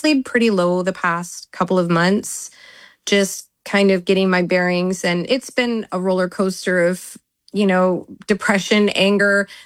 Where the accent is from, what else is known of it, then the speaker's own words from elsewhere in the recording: Canada; also born or lived in Australia / New Zealand; I didn't think along the lines of being Canadian, more that I had done my due diligence to have the paperwork in place that I needed in order to correctly navigate the immigration system. I've immigrated to Australia, New Zealand